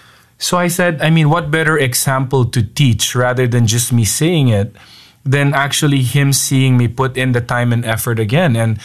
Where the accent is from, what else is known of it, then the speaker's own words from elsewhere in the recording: Baguio, Cordillera Administrative Region, Philippines; Born and raised in Baguio. Then I got recruited 2002 to play in Ateneo.